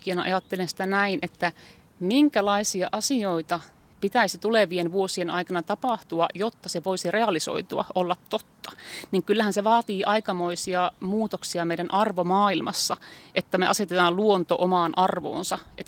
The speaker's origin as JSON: {"language": "Finnish", "town": "Tornio", "region": "Lapland", "country": "Finland", "tie": "born or raised there", "also_born_or_lived": "Haparanda, Sweden", "moved": "as an adult", "said": "minä olen Haaparanta Torniosta kotoisin, ruukanana sanoa. Minä olen Haaparalla syntynyt, mutta Torniosta kävin koulun, mutta olen molemmissa kaupungissa niin kotona. Niin, mutta identiteetti, mullahan on todella vahva tornionlaaksolainen identiteetti, mulla on vahva raja-identiteetti. Minä olen tornionlaaksolainen"}